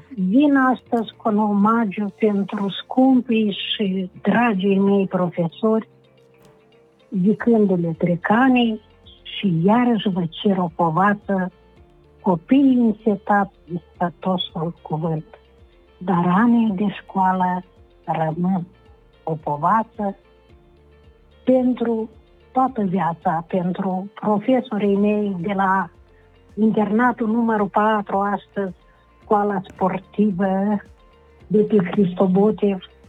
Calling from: Colonița, Chișinău, Moldova; Și eu sunt din Coloniță

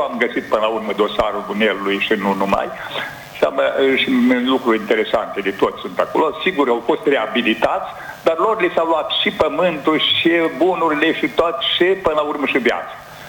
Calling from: Bahmut, Călărași District, Moldova; eu sunt din Bahmut, Călăraș

